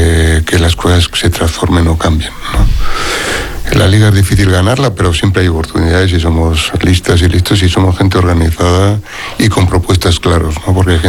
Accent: Barakaldo, Basque Country, Spain; como en mi pueblo, que soy de Baracaldo

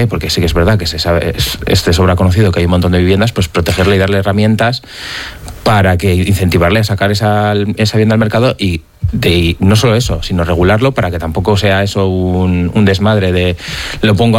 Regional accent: Bilbao, Basque Country, Spain; Digo, al final yo soy bilbaíno de toda la vida, soy del barrio Basurto y yo no contemplo la vida fuera de Bilbao.

